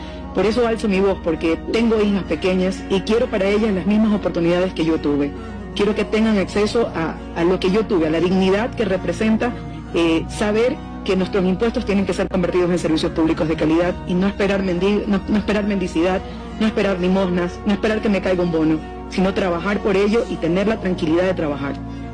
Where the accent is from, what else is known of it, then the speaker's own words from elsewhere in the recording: Guayaquil, Guayas, Ecuador; Yo soy guayaquileña